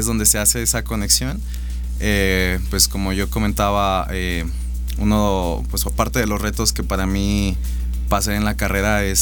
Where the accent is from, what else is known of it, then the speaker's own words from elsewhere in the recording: San Luis Potosí, Mexico; aquí alrededor de la ciudad, de mi tierra